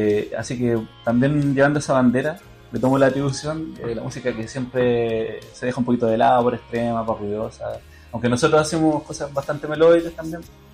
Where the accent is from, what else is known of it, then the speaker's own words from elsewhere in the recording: Tehuacán, Puebla, Mexico; Somos de Tehuacán, un pueblo muy chiquitito, y la magia de la música nos tiene acá.